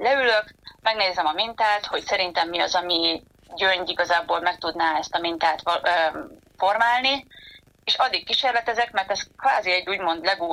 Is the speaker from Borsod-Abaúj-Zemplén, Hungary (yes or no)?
yes; Borsod-Abaúj-Zemplén, Hungary; ugye én borsodi gyerek vagyok, és valamilyen szinten én azért lokálpatriótának tekintem magam